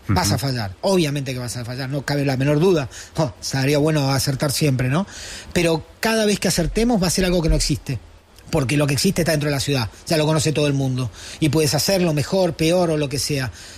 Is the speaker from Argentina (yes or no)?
yes; Patagonia, Argentina; moved away as an adult; also born or lived in Buenos Aires / Florence; now in Barcelona, Spain; yo soy de la Patagonia